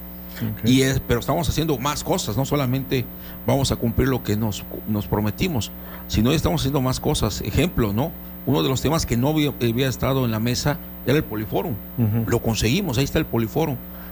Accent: Cozumel, Quintana Roo, Mexico; Cozumel, aquí nací, aquí crecí, aquí me desarrollé. Yo nací en el IMSS, aquí en el IMSS de la 30 con 11, ahí nací

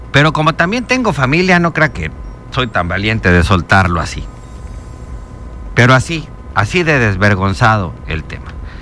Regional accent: Chihuahua, Mexico; moved away; Yo soy de Chihuahua, originario de Chihuahua

